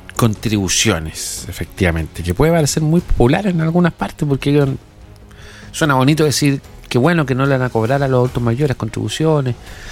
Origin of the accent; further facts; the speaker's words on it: Los Choros, Coquimbo, Chile; La Higuera está en el piso, soy de los Choros y el pueblo de 400 años está en total abandono.